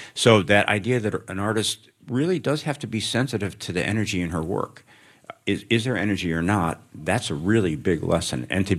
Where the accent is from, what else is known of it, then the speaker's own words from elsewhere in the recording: Chicago, Illinois, United States; I grew up in Chicago on the South Side and in the late 60s and 70s, and looking back, in that community, one of the ways you expressed love was by sarcasm.